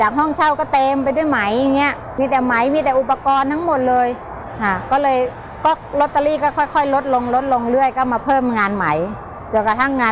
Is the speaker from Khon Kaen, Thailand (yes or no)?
yes; Khon Kaen, Thailand; also born or lived in Bangkok; สวัสดีค่ะ … โดยพื้นเพเป็นคนชาวจังหวัดขอนแก่นได้รับโอกาสดีที่ได้มาเรียนที่โรงเรียนสองคนตาบอดกรุงเทพ